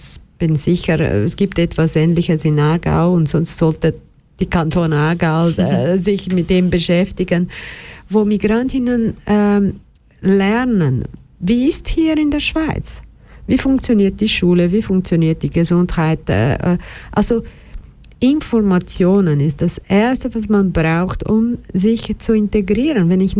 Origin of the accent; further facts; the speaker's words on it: Brazil; Ich bin Brasilianerin, ich liebe Tanzen und Singen und alles.